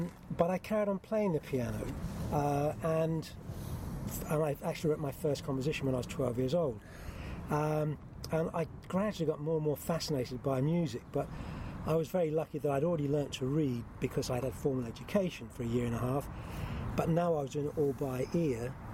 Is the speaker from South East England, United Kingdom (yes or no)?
yes; Slough, South East England, United Kingdom; And I was born in Slough